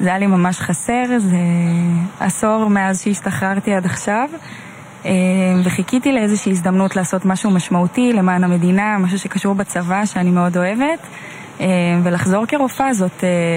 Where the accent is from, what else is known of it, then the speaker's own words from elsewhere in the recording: Lehavim, Southern District, Israel; אני דרומית במקור, אני מלהבים.